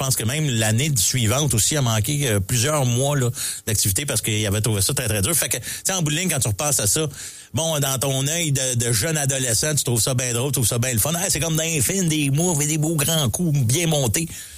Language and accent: French; Mont-Saint-Hilaire, Quebec, Canada; Moi, je viens de Saint-Hilaire, puis en face de la polyvalente, de la montagne de Mont-Saint-Hilaire, puis t'as une paroi rocheuse.